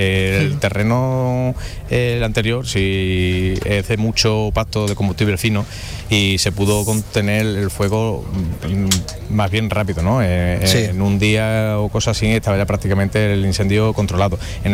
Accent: Alosno, Andalusia, Spain

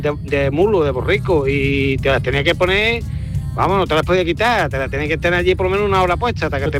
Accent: Utrera, Andalusia, Spain; Buenas tardes … de Utrera. Aquí en Utrera siempre se le ha dicho hacer la gasona.

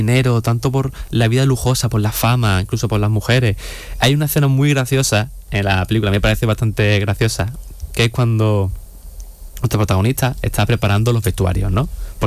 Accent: Jerez de la Frontera, Andalusia, Spain; Yo soy de Jerez, no soy de Houston, la verdad.

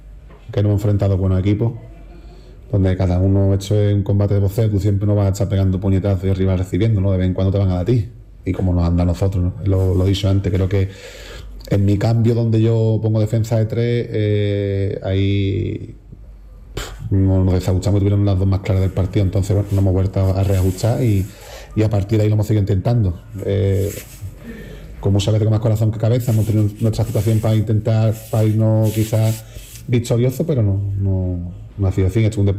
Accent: Jerez, Andalusia, Spain; me he sentido querido aquí en mi club, en mi tierra, y nada, me jode no haber podido seguir a la eliminatoria e intentar ascender con el club de mi ciudad, pero bueno, el fútbol tiene estas cosas. Estoy seguro que Jerez

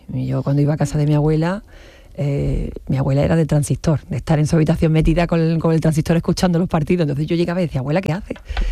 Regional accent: Seville, Andalusia, Spain; accent: Andalusian; Yo, bueno, soy de Sevilla y tengo un seseo propio nuestro de aquí, de los sevillanos.

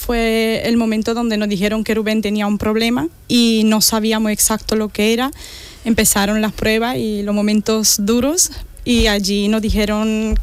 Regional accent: Romania; moved away as an adult; now in Spain; Yo soy de Rumanía.

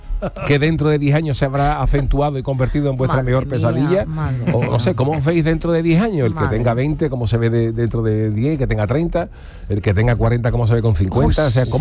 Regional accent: Cádiz, Andalusia, Spain; soy del barrio del Pópulo?

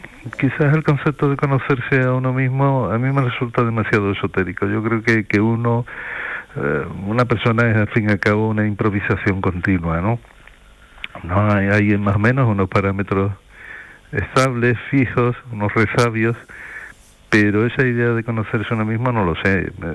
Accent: Rota, Andalusia, Spain; preferí usar el nombre real de donde transcurre la acción, que es aquí en Rota, de mi pueblo.

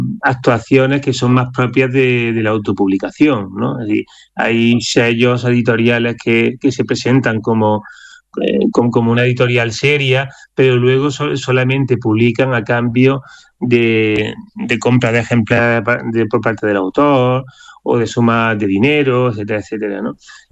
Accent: Córdoba, Andalusia, Spain; Yo, claro, también soy de Córdoba y seguía muy de cerca desde hacía años la ingente labor de Manuel Pimentel

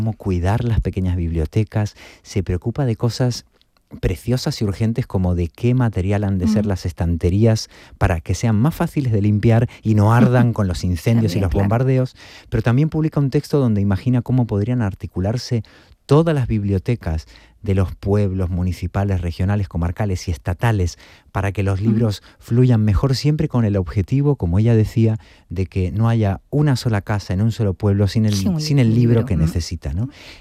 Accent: Buenos Aires, Argentina; born there; moved away; Buenos Aires, que casualmente es mi ciudad natal.

